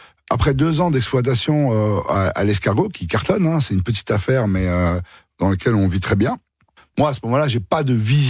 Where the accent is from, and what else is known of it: Suresnes, Île-de-France, France; born there